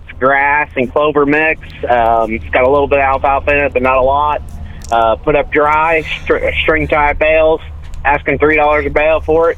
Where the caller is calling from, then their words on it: La Grange, Missouri, United States; I'm calling from LaGrange, Missouri.